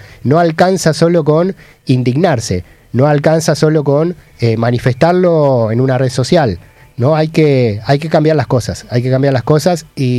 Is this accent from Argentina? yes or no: yes; Argentina; somos latinoamericanos, somos argentinos